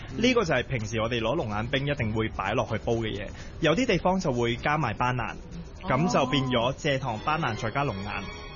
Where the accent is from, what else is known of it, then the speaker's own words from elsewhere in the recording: Thailand; Cantonese is a second language; now in Hong Kong; 然后我都会去嗌话啊，我系泰国人嚟嘅，你煮翻泰国口味出嚟得噶啦。